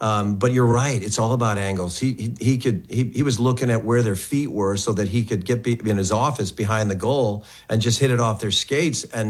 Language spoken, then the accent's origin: English; Westlake Village, California, United States; I'm from Westlake Village, California. Wayne used to live out there.